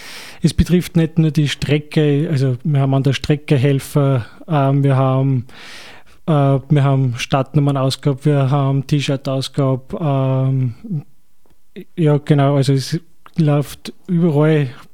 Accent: Scheibbs, Lower Austria, Austria; born there; Ja, meine Wurzeln habe ich eigentlich in Niederösterreich. Da bin ich geboren, in Scheibs. Mich hat es eigentlich dann nach Gäusern über die Schule verschlagen.

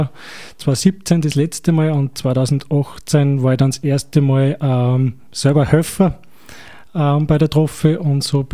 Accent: Scheibbs, Lower Austria, Austria; born there; Ja, meine Wurzeln habe ich eigentlich in Niederösterreich. Da bin ich geboren, in Scheibs. Mich hat es eigentlich dann nach Gäusern über die Schule verschlagen.

